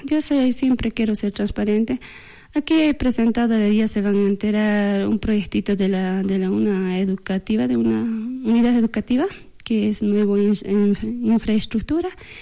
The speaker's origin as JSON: {"language": "Spanish", "region": "Potosí", "country": "Bolivia"}